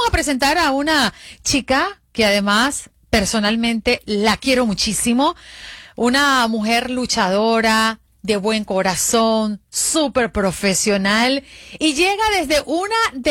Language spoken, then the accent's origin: Spanish; Venezuela; now in Miami, United States; soy de Venezuela y me encuentro en Miami